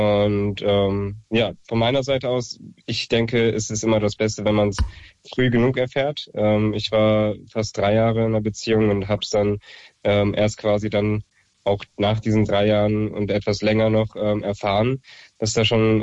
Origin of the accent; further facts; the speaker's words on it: Marburg, Hesse, Germany; Ich komme aus Marburg